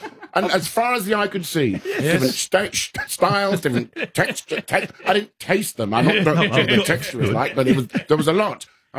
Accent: London, United Kingdom; I come from London, and my palate, I think, is quite sophisticated.

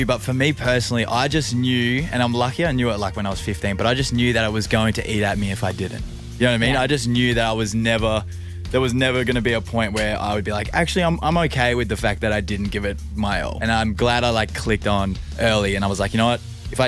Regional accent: Bunbury, Western Australia, Australia; born there

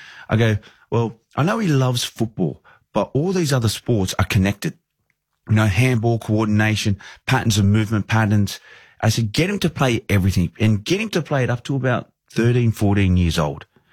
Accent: Australia; moved away; Like I'm coming over as an Australian into an English setup, competing with young English players to be the number one to play for their club.

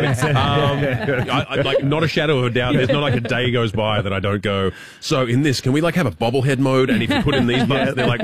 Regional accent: Australia; I'm Australian, if that helps

